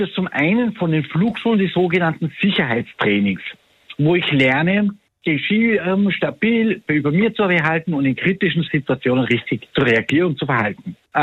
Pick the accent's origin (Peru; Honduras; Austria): Austria; Es sind immer wieder bei uns in Österreich, wo wir oft aber lachen, Leute aus anderen Ländern, die mit Sandalen im schlimmsten Wetter auf den Berg gehen